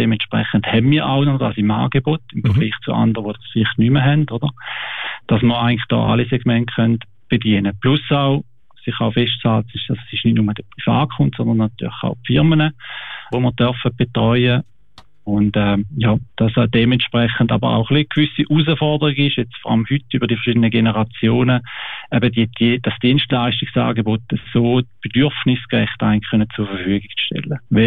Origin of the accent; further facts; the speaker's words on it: Switzerland; Mein Vater ist von Helsinki. Schon lange aber in der Schweiz und meine Mutter ist von Willichingen. Wir sind in Zwichingen aufgewachsen. Ich habe also mehr die Wurzeln da in der Schweiz